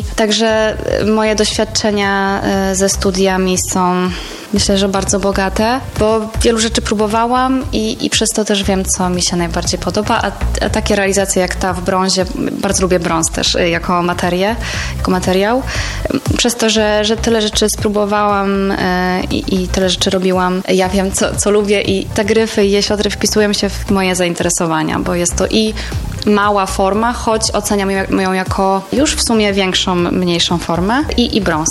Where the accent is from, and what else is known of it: Szczecinek, West Pomeranian Voivodeship, Poland; born there; now in Warsaw, Poland